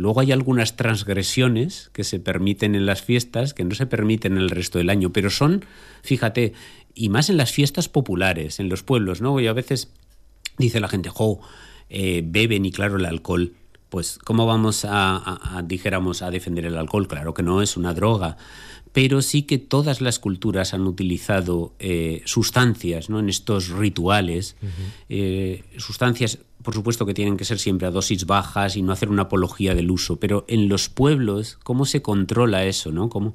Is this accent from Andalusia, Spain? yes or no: no; Huesca, Aragon, Spain; yo nací en Huesca